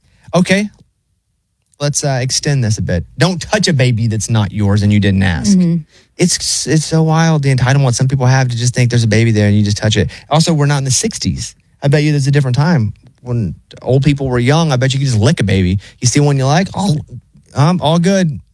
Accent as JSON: {"language": "English", "region": "the South", "country": "United States", "tie": "born or raised there", "said": "Okay, I grew up in the South. It's very common."}